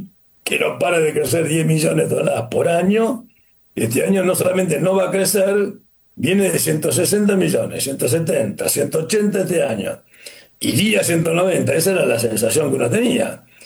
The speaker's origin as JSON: {"language": "Spanish", "country": "Australia", "second_language": "Spanish", "said": "Para el resto del mundo, yo vengo de Australia, para los australianos el niño es un drama, es sequía."}